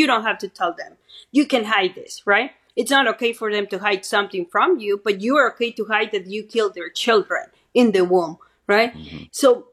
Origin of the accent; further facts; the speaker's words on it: Mexico; I'm an immigrant. I'm from Mexico. I want to help my women, right?